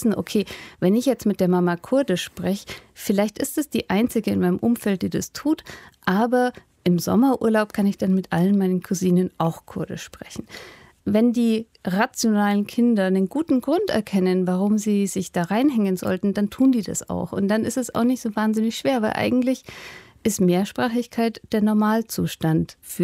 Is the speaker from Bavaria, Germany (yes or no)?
yes; Hof, Bavaria, Germany; accent: Franconian; moved away as an adult; also born or lived in Berlin / United States / Paris; now in Vienna, Austria; ich bin auch zweisprachig aufgewachsen. Also bei uns in Hof oder in Rehau, da spricht man Fränkisch. Und als ich dann nach Berlin gegangen bin zum Studium